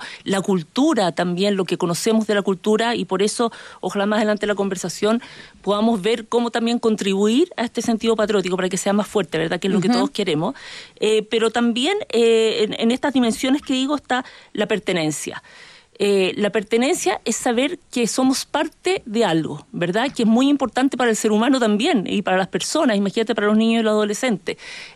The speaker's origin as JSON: {"language": "Spanish", "country": "Chile", "said": "Y Chile, fíjate que además, por su ubicación geográfica, también tiene algo muy, muy potente. Somos un país que también nos hemos construido con un espíritu muy propio."}